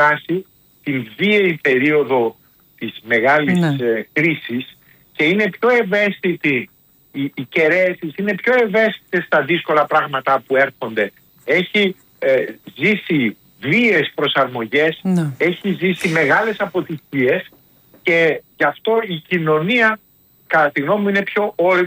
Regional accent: Greece; πρώτα στα ελληνικά, πρώτα στην πατρίδα μου.

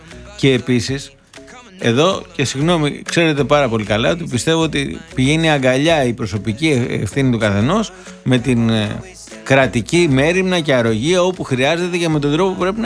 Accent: Corfu, Ionian Islands, Greece

